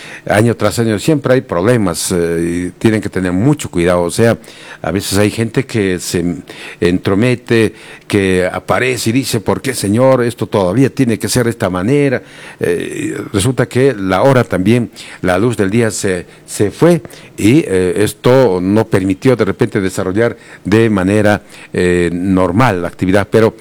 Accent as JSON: {"language": "Spanish", "country": "Peru"}